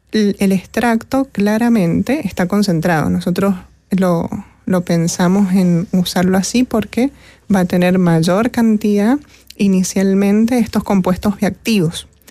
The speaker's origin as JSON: {"language": "Spanish", "region": "Mendoza", "country": "Argentina", "said": "Mira, yo justamente soy de Mendoza, entonces Mendoza no, nada de esto, así que fue nuevo."}